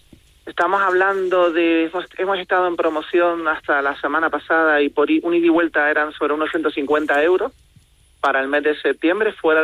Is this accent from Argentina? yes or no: no; Canary Islands, Spain; La gran mayoría de trabajadores de Vinter somos canarios y sabemos lo importante que es la conectividad para nosotros